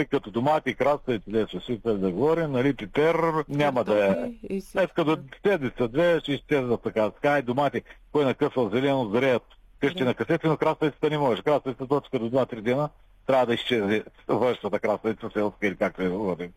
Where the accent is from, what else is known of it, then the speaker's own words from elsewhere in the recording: Northeast Bulgaria, Bulgaria; аз поне съм от Североизточна България и там имам си хора